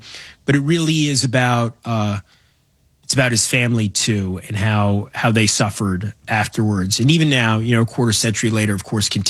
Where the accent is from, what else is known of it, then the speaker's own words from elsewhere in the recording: New York City, New York, United States; But yeah, as a New Yorker, you know, being there that day, you know, 5 miles away, but, you know, I still think about it a lot.